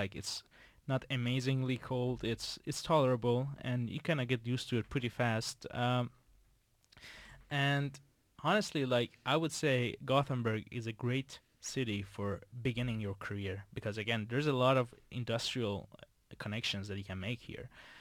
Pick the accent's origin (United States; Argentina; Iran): Iran; Like, I come from Iran, and it's much. Well, it's not much more warmer, but it's a bit warmer than here.